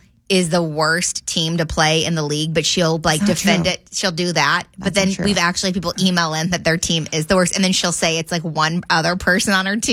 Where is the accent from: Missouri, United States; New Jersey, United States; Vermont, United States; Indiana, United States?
Indiana, United States; moved away; I grew up in Southern Indiana on a beef cattle farm.